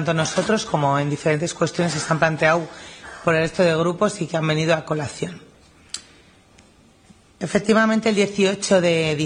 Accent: Laredo, Cantabria, Spain; en mi pueblo, porque Laredo lo tiene todo, es una joya en sí mismo, tiene montaña, tiene playa

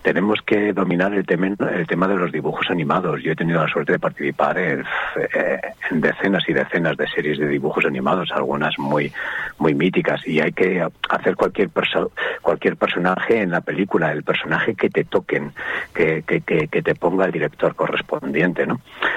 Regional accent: Castro Urdiales, Cantabria, Spain; yo soy de Cantabria, soy de Castro Urdiales

